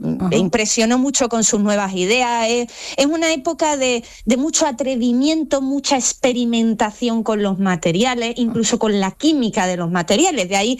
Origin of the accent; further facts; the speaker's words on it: Málaga, Andalusia, Spain; Entonces esto había, como malagueña, me sentía en el deber de contarlo.